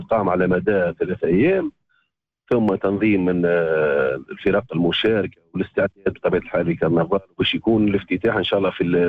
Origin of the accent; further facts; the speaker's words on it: Gafsa Governorate, Tunisia; في جهتنا إن شاء الله في قفصة